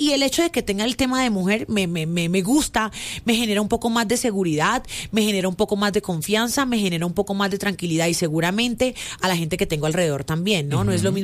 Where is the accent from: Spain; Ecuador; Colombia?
Colombia; es que como todo colombiano y como aquí hay tanta vaina, uno, uh-huh, como dicen por ahí, echa la ley, hecha la trampa.